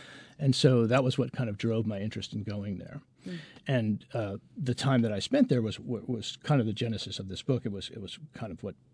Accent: Vermont, United States; As a Vermonter, as a Vermont writer

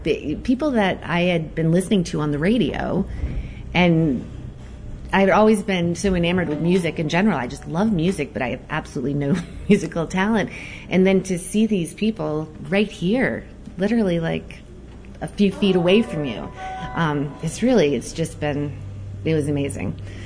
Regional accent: Bethel, Maine, United States; also born or lived in Boston; I grew up in Bethel, Maine. And I moved away, went to school in Boston, and then ended up back.

